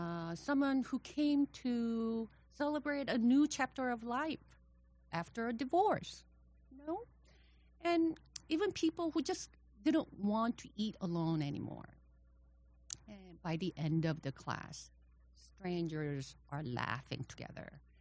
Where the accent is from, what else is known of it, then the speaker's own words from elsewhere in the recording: South Korea; moved away as an adult; now in United States; I'm originally from South Korea, and I came to the U.S. Right after high school to attend a college.